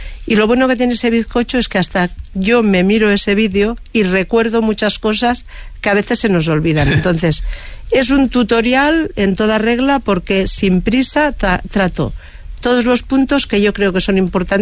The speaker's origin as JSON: {"language": "Spanish", "town": "Lleida", "region": "Catalonia", "country": "Spain", "said": "Y yo soy de Lleida"}